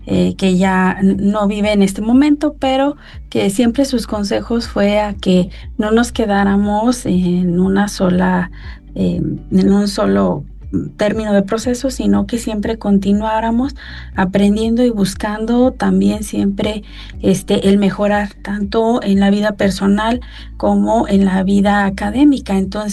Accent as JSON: {"language": "Spanish", "town": "Matehuala", "region": "San Luis Potosí", "country": "Mexico", "tie": "born or raised there", "said": "soy originaria de Matehuala, San Luis Potosí."}